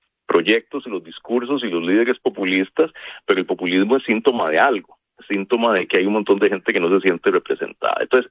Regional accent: Costa Rica; a mí me duele mucho como costarricense

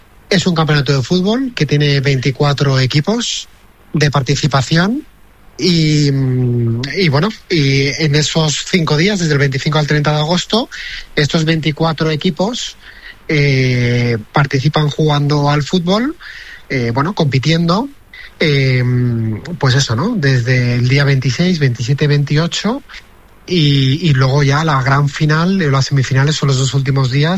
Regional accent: Valencia, Valencian Community, Spain; La verdad es que ya es una tierra que siento como mía, la verdad. Es mi segunda casa. Yo soy de Valencia, pero por la organización de este campeonato y otros motivos paso bastante tiempo en esta tierra

